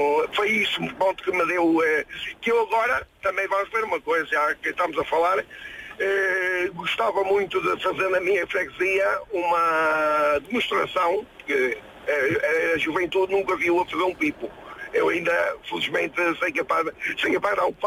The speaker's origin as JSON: {"language": "Portuguese", "country": "Mozambique", "moved": "yes", "said": "eu vim de Moçambique, e o meu pai agarrou-se a tudo"}